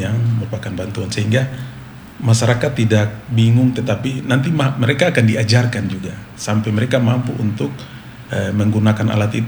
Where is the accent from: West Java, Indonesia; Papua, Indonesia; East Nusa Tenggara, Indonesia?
Papua, Indonesia; khususnya kita orang Papua